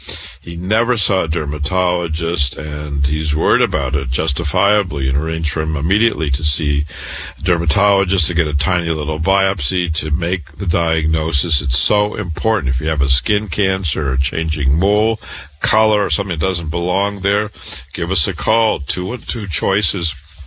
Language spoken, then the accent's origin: English; Waterloo, Iowa, United States; I was born and raised in Waterloo, Iowa. I went to public school, went to university